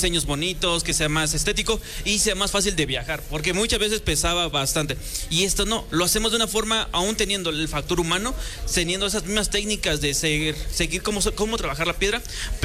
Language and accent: Spanish; San Nicolás de los Ranchos, Puebla, Mexico; nosotros somos la cultura de las piedras, que somos originarios de San Nicolás de los Ranchos.